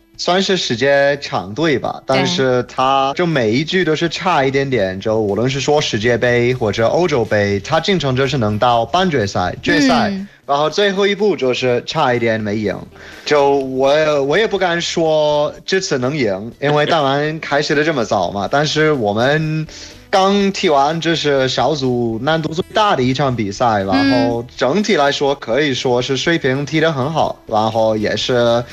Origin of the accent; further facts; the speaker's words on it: United Kingdom; Chinese is a second language; Hey everyone … from the UK. 大家好，